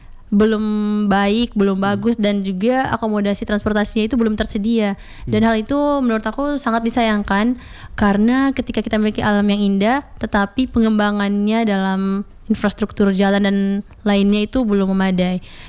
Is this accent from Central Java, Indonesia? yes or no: no; East Nusa Tenggara, Indonesia; Karena aku besar di NTT